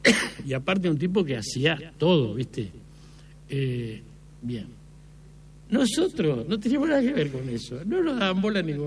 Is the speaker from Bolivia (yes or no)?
no; Buenos Aires, Argentina; Nací en Villa Crespo, me crié toda la vida en Villa Crespo